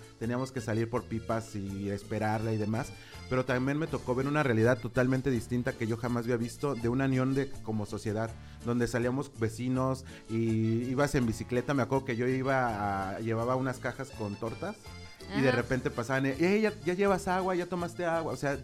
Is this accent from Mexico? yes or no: yes; Mexico; a pesar de que somos mexicanos